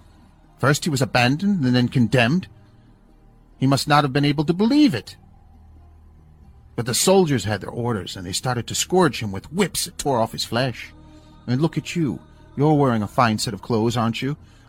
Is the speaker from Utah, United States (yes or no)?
yes; Circleville, Utah, United States; also born or lived in Beaver, Utah / Montana; I'm from Utah. I was born in Beaver, Utah. I grew up in Circleville. Instead of going around in circles, I went and became a cowboy. Lived in Montana for a while doing that.